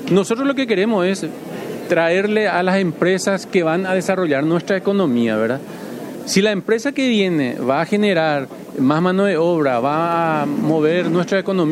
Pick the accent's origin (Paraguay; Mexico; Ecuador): Paraguay; Hay varios criterios, tanto técnicos como financieros, que a nosotros como paraguayos nos interesa.